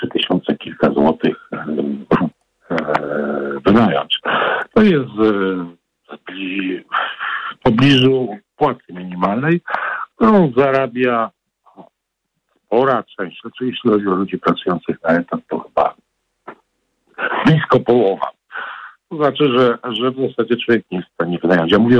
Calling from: Kraków, Lesser Poland, Poland; ja akurat dzwonię z Krakowa.

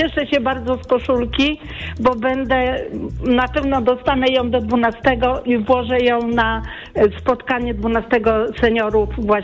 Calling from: Warsaw, Masovian Voivodeship, Poland

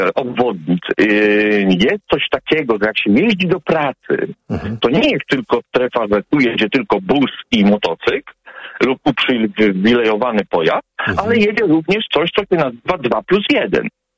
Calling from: Bydgoszcz, Kuyavian-Pomeranian Voivodeship, Poland; Mieszkam w Bydgoszczy, na osiedlu Błonie

